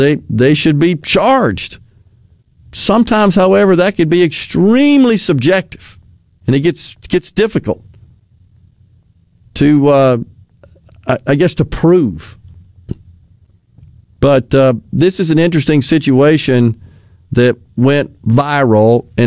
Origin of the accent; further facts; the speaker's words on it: Mississippi, United States; I'm from Bolivar County.